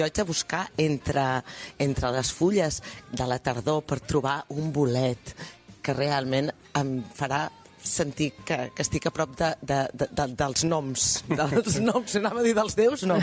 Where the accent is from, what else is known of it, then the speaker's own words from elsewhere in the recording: Granollers, Catalonia, Spain; jo soc filla de Granollers, per tant, ja comencem, que d'origen soc d'interior.